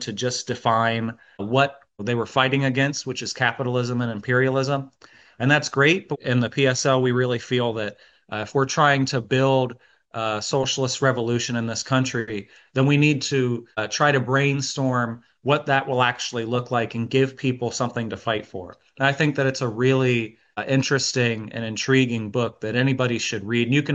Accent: Oregon, United States; We're growing up in the Lynn Benton area around Corvallis and Albany.

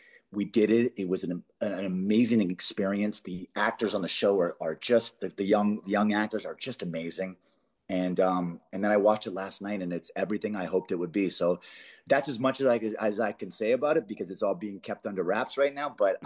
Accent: Canada; I'm Canadian. I love Canada, born and raised.

